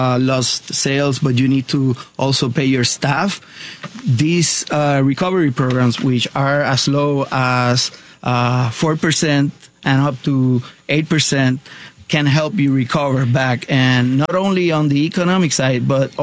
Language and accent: English; Puerto Rico; moved away as an adult; also born or lived in United States; now in Chicago, United States; Well, I was born in Puerto Rico and born and raised, went to school here in the States and returned to the island.